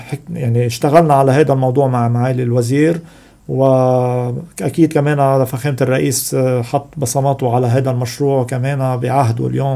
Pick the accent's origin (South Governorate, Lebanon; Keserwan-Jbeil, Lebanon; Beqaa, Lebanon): South Governorate, Lebanon; بتقدر تسلكي طريق جزين بتمرقي على البلدة اسمها كفرفلوس قبل ضيعتنا